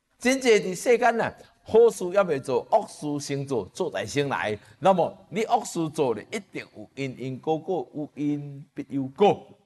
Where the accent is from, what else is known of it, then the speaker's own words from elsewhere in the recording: Taiwan; 你讲不讲？我是台湾的